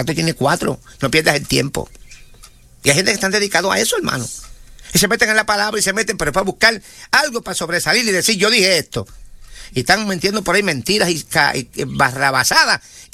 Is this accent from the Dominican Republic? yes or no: no; Corozal, Puerto Rico; En mi pueblo, en Corozal. Mi pueblo y amado pueblo.